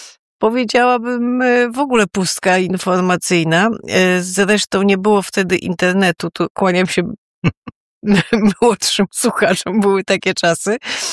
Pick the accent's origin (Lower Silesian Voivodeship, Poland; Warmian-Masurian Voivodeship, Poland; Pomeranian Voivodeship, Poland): Warmian-Masurian Voivodeship, Poland; Bartoszyce; na Warmii i Mazurach, gdzie się wychowałam, na ziemi Natangów, notabene, myślę, że był ten bałtycki duch. W Bartoszycach, w których spędziłam dzieciństwo